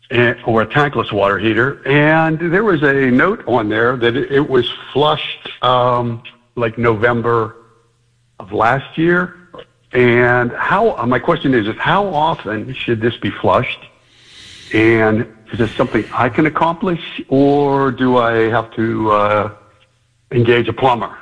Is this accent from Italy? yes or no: no; Pittsburgh, Pennsylvania, United States; moved away as an adult; now in Chicago, United States; I'm newly transplanted from Pittsburgh, and I have learned a lot from you already.